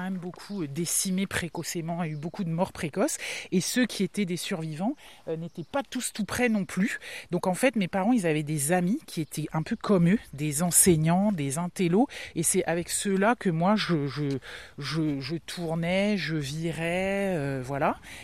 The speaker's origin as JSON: {"language": "French", "town": "Saint-Coulitz", "region": "Brittany", "country": "France", "also_born_or_lived": "Brest", "said": "Moi, je viens de Saint-Coulis."}